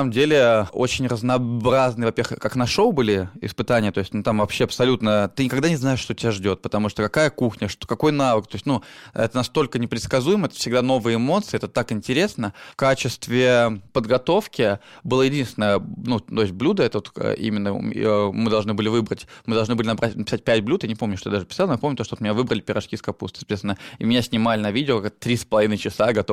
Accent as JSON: {"language": "Russian", "town": "Sebezh", "region": "Pskov Oblast", "country": "Russia", "said": "А Себеж я объяснял, что это граница Беларуси, России и Латвии. И мне говорили, а ты откуда? С Беларуси, с Латвии или с Россией? Я говорю, блин, соответственно."}